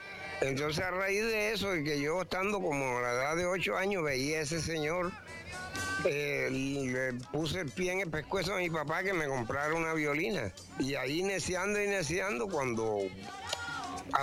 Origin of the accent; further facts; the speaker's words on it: Sincelejo, Sucre, Colombia; also born or lived in Cartagena; yo nací en Cartagena y a la edad de 5 años me trajeron mis viejos para acá, para Sincelejo, pero soy sincelejano.